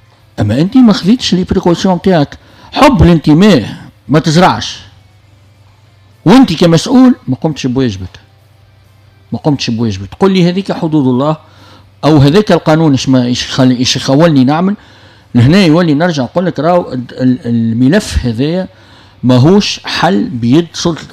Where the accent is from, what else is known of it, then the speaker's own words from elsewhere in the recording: Tunisia; احنا كدولة تونسية